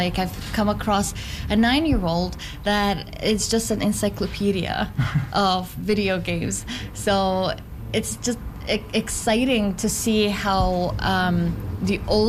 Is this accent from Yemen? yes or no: yes; Yemen; moved away; I grew up in Yemen. So the first time I picked up a video game, I was 16